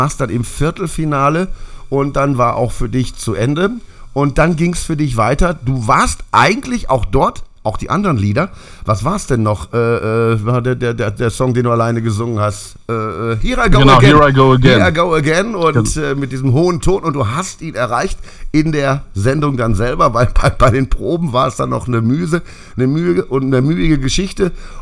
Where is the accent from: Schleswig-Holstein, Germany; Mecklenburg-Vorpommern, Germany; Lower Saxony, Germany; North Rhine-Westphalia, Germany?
North Rhine-Westphalia, Germany; Bochum; Ich als Bochumer.